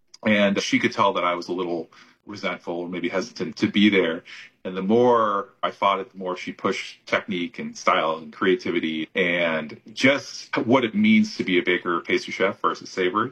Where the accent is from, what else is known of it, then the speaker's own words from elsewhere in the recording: Brandon, Vermont, United States; Brandon, Vermont, my hometown where I grew up.